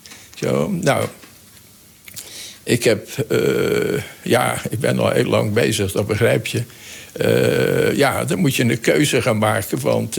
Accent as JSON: {"language": "Dutch", "town": "Rotterdam", "region": "South Holland", "country": "Netherlands", "said": "Ik ben Rotterdammer."}